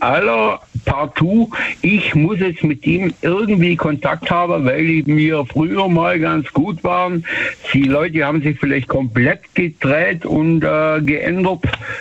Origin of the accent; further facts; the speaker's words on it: Germany; Ich bin bei einem tschechischen Motorradclub als Deutscher, als Einzigster.